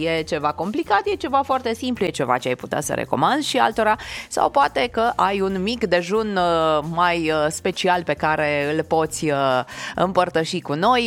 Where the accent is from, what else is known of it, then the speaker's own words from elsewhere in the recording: Romania; noi ca români